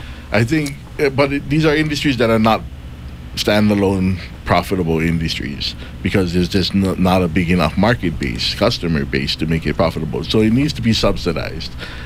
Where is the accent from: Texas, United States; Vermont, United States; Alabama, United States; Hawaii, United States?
Hawaii, United States; Kauai; I'm running for county council. I'm born and raised on Kauai.